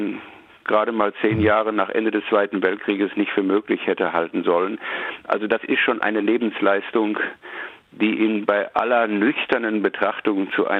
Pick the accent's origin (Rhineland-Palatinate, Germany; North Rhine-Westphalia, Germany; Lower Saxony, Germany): North Rhine-Westphalia, Germany; Bochum; Und in diesem Bundestagswahlkampf war er auch in Bochum, meiner Heimatstadt, und da soll ich als Achtjähriger hinter seinem Auto hergelaufen sein